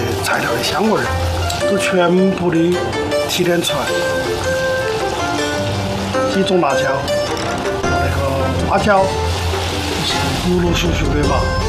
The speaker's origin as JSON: {"language": "Chinese", "region": "Chongqing", "country": "China", "said": "我们重庆人"}